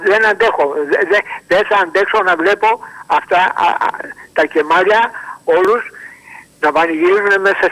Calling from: Istanbul, Turkey; Είμαι από την Κωνσταντινούπολη

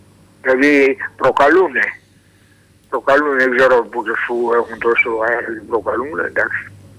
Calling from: Greece; Ελληνορωμιός είμαι κύριε Κώστα.

